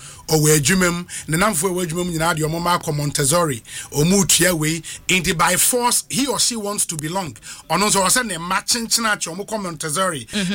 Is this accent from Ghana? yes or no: yes; Kobeng, Ghana; Well, Obi, you pass through my hometown, Kobeng.